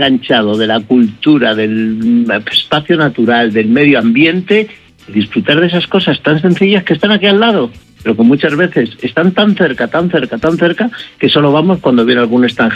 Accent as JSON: {"language": "Spanish", "town": "Villacastín", "region": "Castile and León", "country": "Spain", "tie": "born or raised there", "said": "que son los huevos que se hacen en mi pueblo, en Villacastín, con boletus, se hacen todo el año."}